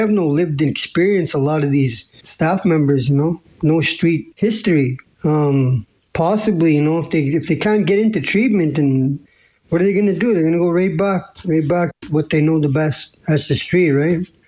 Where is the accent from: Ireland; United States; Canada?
Canada; Saskatoon, Saskatchewan; now in North Battleford, Canada; because I'm from Saskatoon